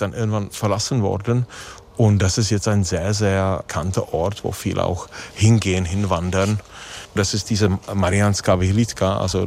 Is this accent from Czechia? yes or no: yes; Lomnice nad Popelkou, Liberec Region, Czechia; German is a second language; also born or lived in Turnov; Ich bin keine 14 Kilometer von hier aufgewachsen und keine 7 Kilometer in der Tat von hier geboren in Turnov, aufgewachsen in Lomnica nad Popelkou.